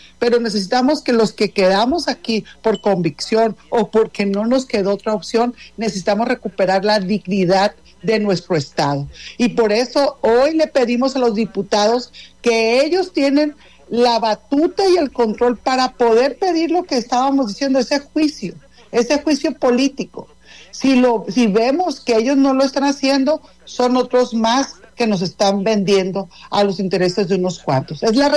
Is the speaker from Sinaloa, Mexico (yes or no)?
yes; Sinaloa, Mexico; estamos pidiendo nosotros ahorita los sinaloenses